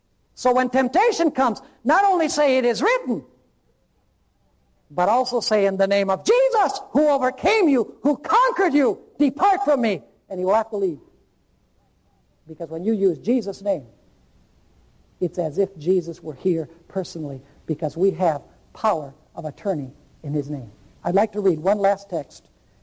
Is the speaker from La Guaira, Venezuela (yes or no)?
no; Caracas, Capital District, Venezuela; when I was growing up in Caracas, Venezuela.